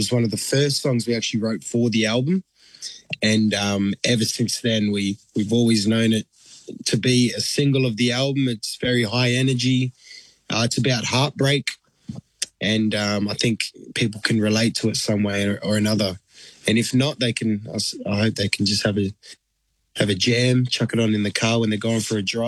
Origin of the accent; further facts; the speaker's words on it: Perth, Western Australia, Australia; We're born and bred in Perth, but our roots lie in Aotearoa